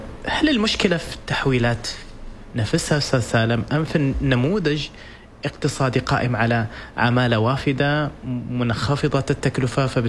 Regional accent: Oman; إحنا كعمانيين

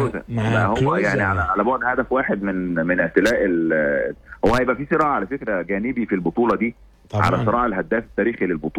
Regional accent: Egypt; احنا كمصريين

